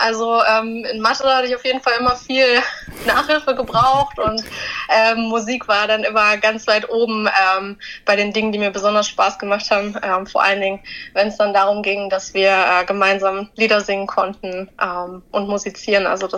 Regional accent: Brandenburg, Germany; moved away as an adult; now in Hamburg, Germany; ich bin 25 Jahre alt. Ich lebe in Hamburg, aber bin gebürtige Südbrandenburgerin, also genau genommen aus der Niederlausitz.

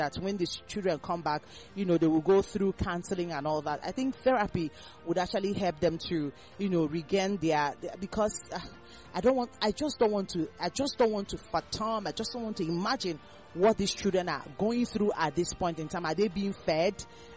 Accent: Nigeria; as a Nigerian that I am

